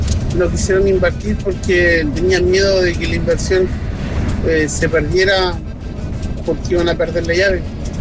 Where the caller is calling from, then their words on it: Los Ángeles, Biobío, Chile; Querido tenor desde acá de Los Ángeles, Luis.